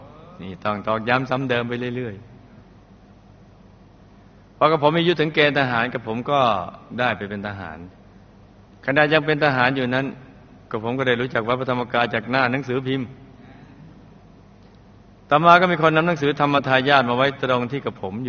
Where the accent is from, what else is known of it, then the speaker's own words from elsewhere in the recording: Bangkok, Thailand; born there; ผมเกิดที่กรุงเทพโยมแม่รายฟังว่าตอนคลอดคลอดที่หน้ากรมการทหารมาสนามเป้า